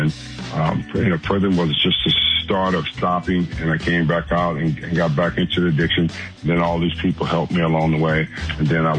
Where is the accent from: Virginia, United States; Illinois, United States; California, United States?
California, United States; Los Angeles; I wasn't afraid, because I'm born and raised in South Central.